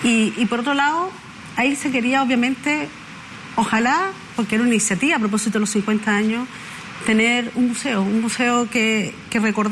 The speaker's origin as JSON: {"language": "Spanish", "country": "Chile", "said": "Y yo creo que nosotros tenemos que como chilenos, buscar la mejor convivencia entre todos pensando en el bien de Chile."}